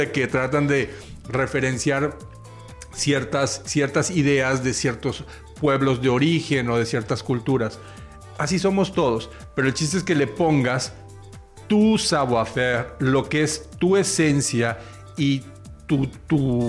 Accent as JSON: {"language": "Spanish", "country": "Mexico"}